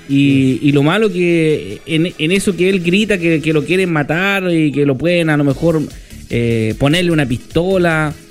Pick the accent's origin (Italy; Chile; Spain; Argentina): Chile; Y a mí me preocupa como chileno también